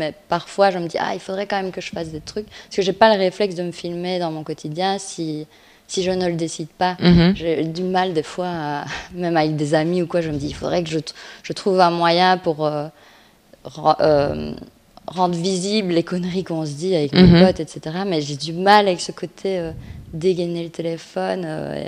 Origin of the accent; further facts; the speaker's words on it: Liège, Wallonia, Belgium; Mais ouais, moi je tiens hyper fort à Liège et je ne change pas de mon accent non plus, je parle comme je parle.